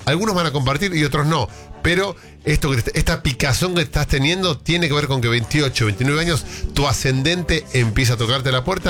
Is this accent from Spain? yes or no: no; Argentina; En el Mundial estábamos, somos todos argentinos, sí.